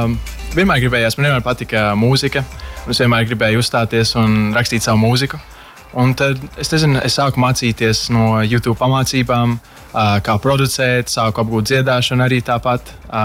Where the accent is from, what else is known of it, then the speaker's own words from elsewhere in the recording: Ādaži, Ādaži Municipality, Latvia; Es nāku no Ādažiem.